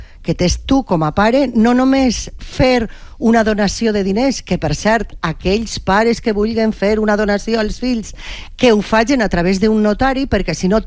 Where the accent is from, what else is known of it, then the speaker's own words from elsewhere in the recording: Burriana, Valencian Community, Spain; Jo vaig a parlar del meu poble, en Borriana.